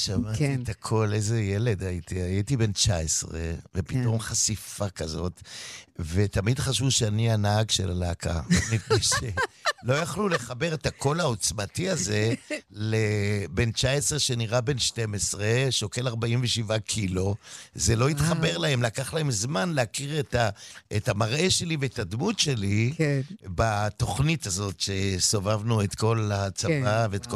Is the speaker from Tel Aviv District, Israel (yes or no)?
yes; Tel Aviv, Tel Aviv District, Israel; born there; אני גדלתי לברכי הבוהמה התל אביבית